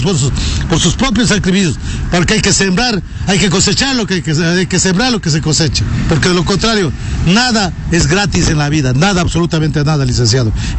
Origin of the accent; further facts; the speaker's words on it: Ecuador; Nosotros tenemos que luchar como ecuatorianos